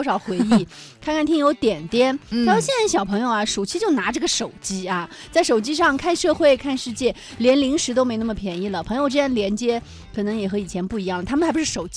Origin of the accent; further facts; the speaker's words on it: Yuxi, Yunnan, China; 我小时候是在玉溪嘛，